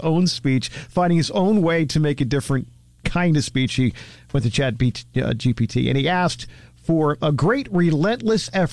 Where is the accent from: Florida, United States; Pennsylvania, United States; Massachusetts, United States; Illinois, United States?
Pennsylvania, United States; Philadelphia; I grew up in Philadelphia